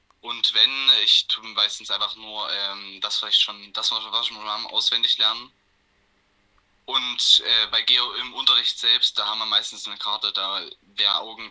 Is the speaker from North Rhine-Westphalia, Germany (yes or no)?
no; Kransal, Saxony, Germany; Ich komme aus Kransal, Deutschland.